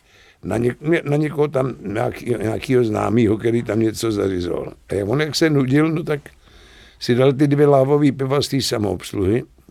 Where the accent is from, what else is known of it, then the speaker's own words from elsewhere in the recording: Prague, Czechia; also born or lived in Buštěhrad; Tak já jsem měl nejhezčí, nejkrásnější dětství a mládí na Žižkově. Já jsem teda, my jsme bydleli na Vinohradech, měli jsme krásný byt